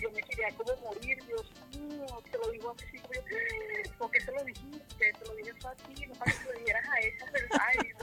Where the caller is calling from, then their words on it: Caracas, Capital District, Venezuela; De aquí de Caracas